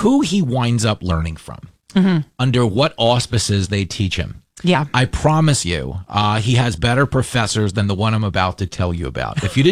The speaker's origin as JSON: {"language": "English", "region": "New York", "country": "United States", "tie": "born or raised there", "said": "We grew up in Nassau County surrounded by women who say friggin', you know what I mean? It's a totally, half of them have my accent."}